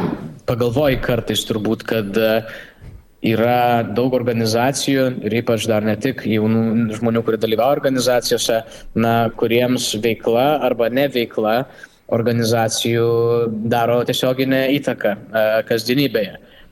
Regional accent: Vilnius, Vilnius County, Lithuania; Aš vilnietis esu

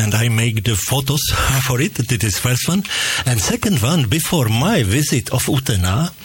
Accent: Czechia; English is a second language; But I am from beer country, I am from Czech Republic

